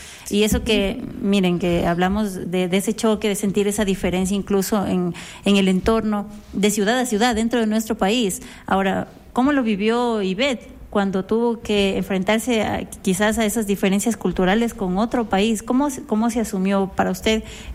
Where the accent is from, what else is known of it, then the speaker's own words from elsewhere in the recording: Ecuador; nos preguntaban de dónde son, cuando decíamos, bueno, somos ecuatorianos